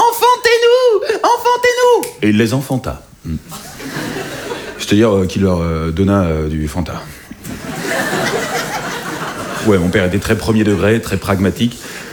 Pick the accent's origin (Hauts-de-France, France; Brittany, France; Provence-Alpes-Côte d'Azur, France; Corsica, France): Hauts-de-France, France; Alors, Guillaume vous l'a dit, hein, je viens du Nord-Pas-de-Calais, ça ne se voit pas.